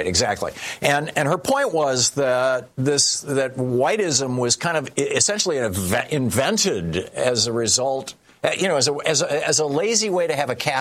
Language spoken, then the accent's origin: English; Lansing, Michigan, United States; I always assumed that the racists that I knew when I grew up in Lansing, Michigan, the people who just casually used the N-word